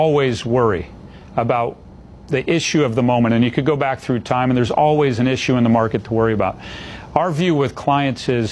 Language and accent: English; Boston, Massachusetts, United States; I grew up in the Boston, Massachusetts area.